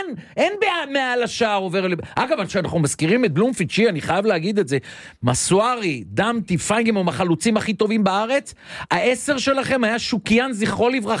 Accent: Southern District, Israel; רק אם אני מדבר על המכתש, זה חצי ספר, אז תראה לך כמה יש לי לכתוב, כי גדלנו במכתש.

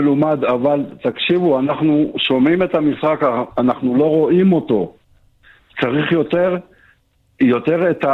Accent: Jerusalem, Jerusalem District, Israel; born there; אני יליד ירושלים

